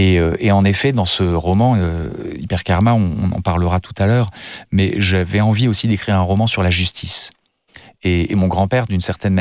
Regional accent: Paris, Île-de-France, France; born there; Je suis né à l'Hôtel Dieu et mon grand-père était juste en face.

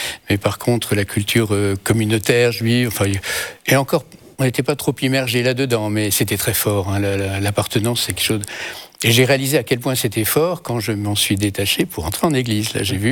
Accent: Toulouse, Occitanie, France; born there; Donc si je suis né à Toulouse, c'est pour cela.

